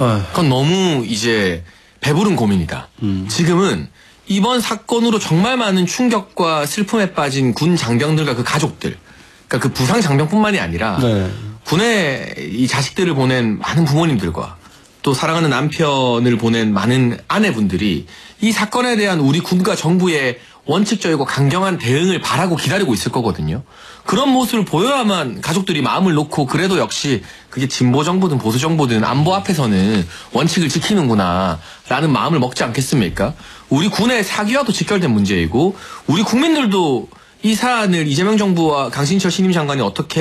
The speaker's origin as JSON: {"language": "Korean", "region": "Busan", "country": "South Korea", "said": "네, 부산 출신이죠. 부산."}